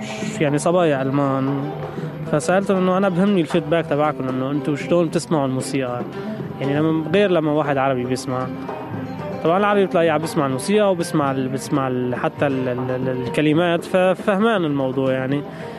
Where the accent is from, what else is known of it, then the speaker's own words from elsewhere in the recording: Aleppo, Aleppo Governorate, Syria; now in Berlin, Germany; نحن عنا بحلب، نحن كمان من حلب